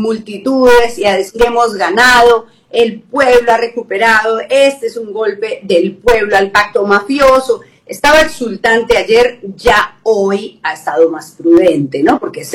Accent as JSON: {"language": "Spanish", "country": "Colombia", "moved": "yes", "lives_now": "Peru", "said": "Yo soy colombiana"}